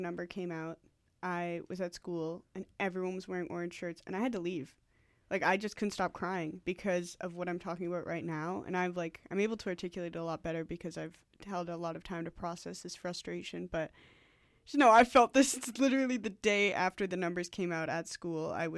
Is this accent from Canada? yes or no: yes; Oliver, British Columbia, Canada; now in Vancouver, Canada; my hometown Oliver